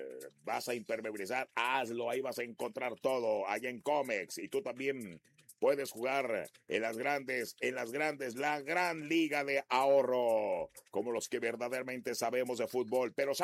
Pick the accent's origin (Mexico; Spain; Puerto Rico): Mexico; Bahía de Banderas, Nayarit; como dijeran allá en mi pueblo, no la pelaban. No la pelaban por ahí en el seguro, en la 33. Allá en Bahía Banderas, que no la pelaban